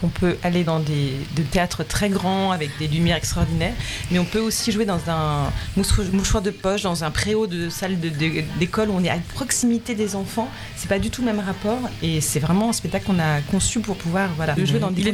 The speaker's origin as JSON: {"language": "French", "town": "Troyes", "region": "Grand Est", "country": "France", "said": "Parce que je viens de Troyes, dans l'Aube"}